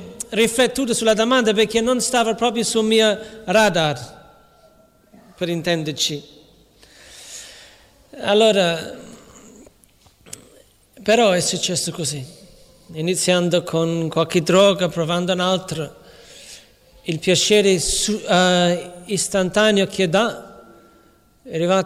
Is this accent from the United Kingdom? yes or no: yes; London, United Kingdom; moved away; Io sono cresciuto a Londra